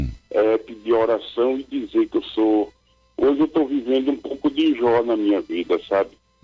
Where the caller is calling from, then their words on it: Arapiraca, Alagoas, Brazil; Eu falo de Arapiraca, Alagoas.